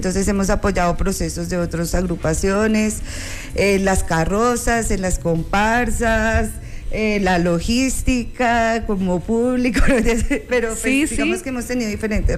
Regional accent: Boyacá, Colombia; no solo somos campesinos los boyacenses

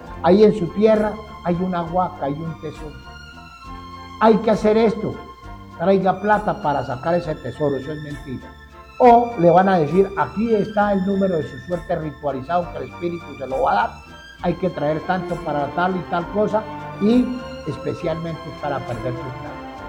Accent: Aquitania, Boyacá, Colombia; Yo soy de Aquitania.

